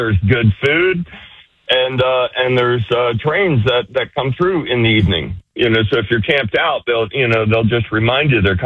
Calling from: Enderlin, North Dakota, United States; Oh, the booming metropolis of Enderlin, North Dakota. Population, I think maybe 170.

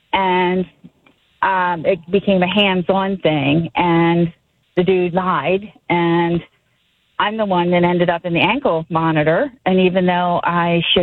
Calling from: Sykesville, Maryland, United States

